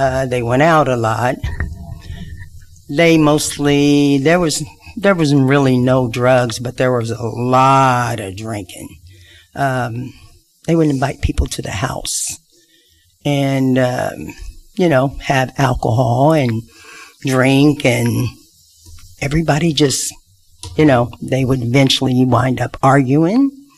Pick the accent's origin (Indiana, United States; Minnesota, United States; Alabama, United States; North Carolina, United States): Indiana, United States; Evansville; also born or lived in Henderson, Kentucky; I am the oldest of two girls. Both my parents decided to move to Evansville. And we were raised here.